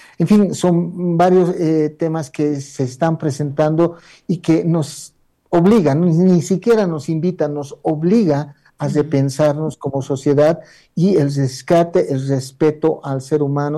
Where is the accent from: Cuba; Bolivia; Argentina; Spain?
Bolivia; hay que repensarnos como sociedad boliviana también